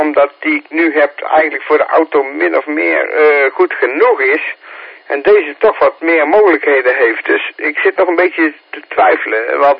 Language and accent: Dutch; 's-Hertogenbosch, North Brabant, Netherlands; born there; dat is waar ik geboren ben. Toevallig. Dus ik ken dat gebied heel goed.